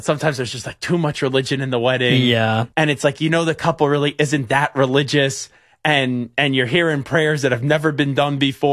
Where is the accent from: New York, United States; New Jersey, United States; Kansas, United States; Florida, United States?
New York, United States; Commack; my best friend who I grew up with in Commack